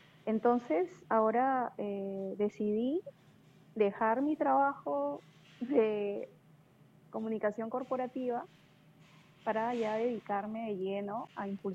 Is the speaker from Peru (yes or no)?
yes; Peru; soy peruana, sí, mis raíces están acá, mi familia, mis mejores amigos.